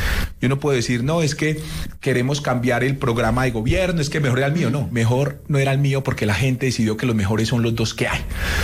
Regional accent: Colombia; estamos viviendo hoy los colombianos

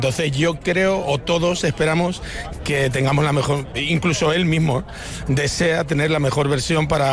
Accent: Spain

